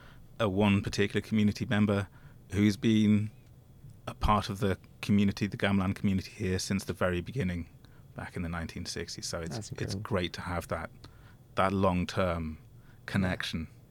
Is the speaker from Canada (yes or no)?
no; Durham, North East England, United Kingdom; moved away as an adult; now in United States; my hometown of Durham in England.